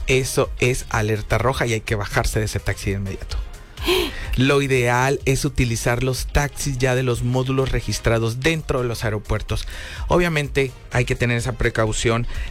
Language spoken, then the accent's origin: Spanish; Mexico; nosotros los mexicanos